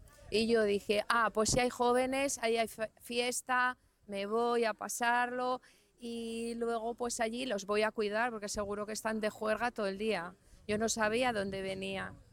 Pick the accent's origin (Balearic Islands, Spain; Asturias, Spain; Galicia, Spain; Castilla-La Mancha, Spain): Asturias, Spain; Oviedo; vengo de Oviedo, de Asturias, España.